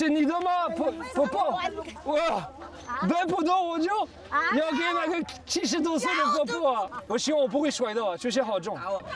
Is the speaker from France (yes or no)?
yes; France; Chinese is a second language; 我是法国